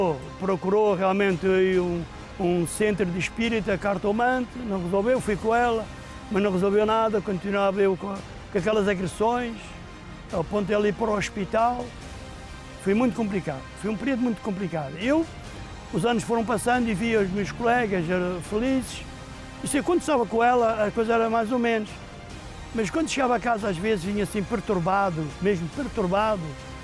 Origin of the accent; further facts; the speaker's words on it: Funchal, Madeira, Portugal; now in Lisbon, Portugal; Eu sou natural do Funchal